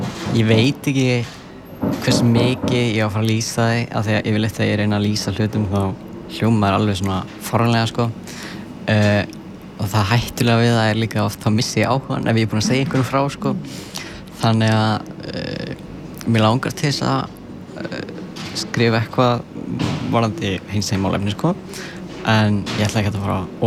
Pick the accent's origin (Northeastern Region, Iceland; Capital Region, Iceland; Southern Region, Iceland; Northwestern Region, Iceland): Northwestern Region, Iceland; Sörbær; Vatnsnes, þetta er nes bara fyrir ofan Hvammstanga eiginlega, þess að norðara Hvammstanga. Og ég er frá Sörbæ á Vatnsnesi.